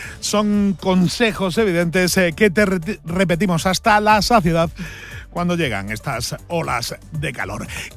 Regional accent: Extremadura, Spain; Y a nadie se le escapa que los que la sufrimos como el que más somos los extremeños.

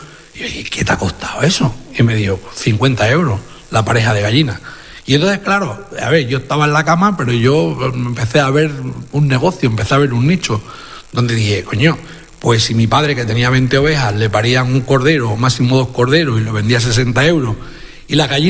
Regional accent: Navalmoral de la Mata, Extremadura, Spain; born there; ¿por qué no soy presidente del equipo de fútbol de mi pueblo, del Moralo?

